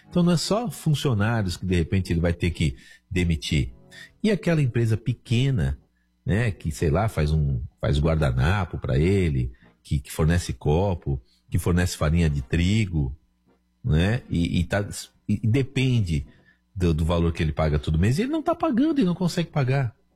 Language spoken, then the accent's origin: Portuguese; Brazil